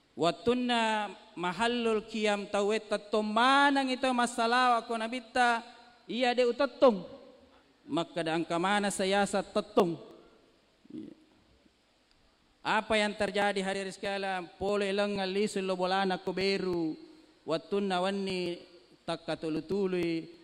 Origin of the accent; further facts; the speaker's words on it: South Sulawesi, Indonesia; moved away; saya hari ini kembali ke kampung, pulang kampung. Tadi saya diperkenalkan ini saya orang Pindrang. Lahir di sebuah negeri yang namanya California City Punia Desa Marano Kecamatan Matirebulu